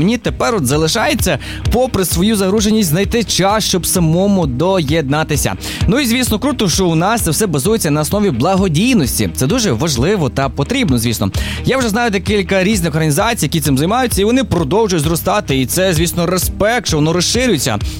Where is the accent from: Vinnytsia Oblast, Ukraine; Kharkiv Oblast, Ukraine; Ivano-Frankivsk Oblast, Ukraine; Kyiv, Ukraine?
Ivano-Frankivsk Oblast, Ukraine; Ivano-Frankivsk; А ви взагалі помітили, як у нашому рідному містечку Івано-Франківське